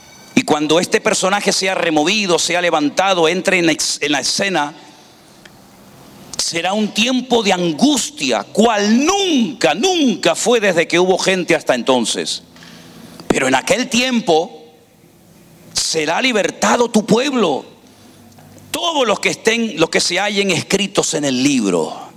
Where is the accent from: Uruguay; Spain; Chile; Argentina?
Spain; somos de España.